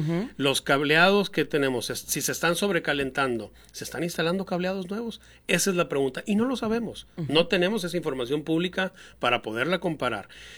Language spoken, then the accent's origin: Spanish; Sonora, Mexico; como ciudadano mexicano y como sonorense.